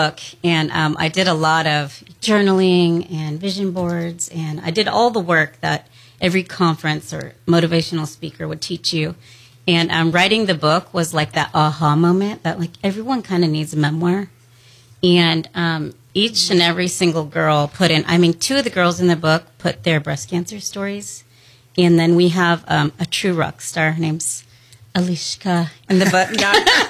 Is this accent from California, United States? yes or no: yes; San Diego, California, United States; Okay, so I'm from San Diego, California, and all I did was work, and my mom owned a salon